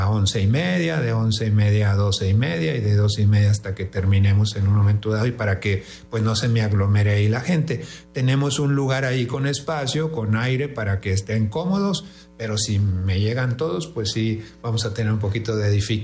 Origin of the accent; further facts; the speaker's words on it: Delicias, Chihuahua, Mexico; y los que somos aquí de Delicias, que estaremos participando entonces en la campaña.